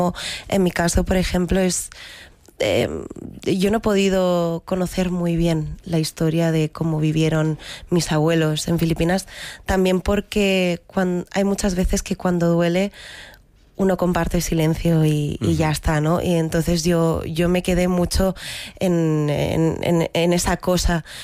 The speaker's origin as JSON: {"language": "Spanish", "town": "Barcelona", "region": "Catalonia", "country": "Spain", "tie": "born or raised there", "said": "yo he crecido aquí, yo crecí en Barcelona"}